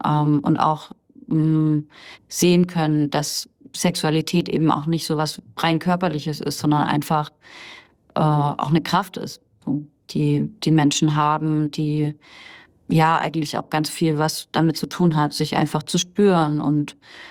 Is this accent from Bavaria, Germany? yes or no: yes; Bavaria, Germany; Ich bin dann in Bayern aufgewachsen